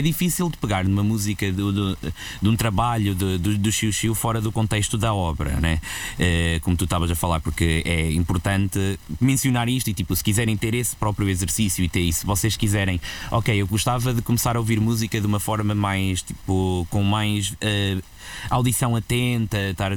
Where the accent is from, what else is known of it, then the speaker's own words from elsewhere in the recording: Vila Verde da Raia, Norte, Portugal; A minha terra, pessoalmente, Vila Verde da Raia, é no fundo de um vale também.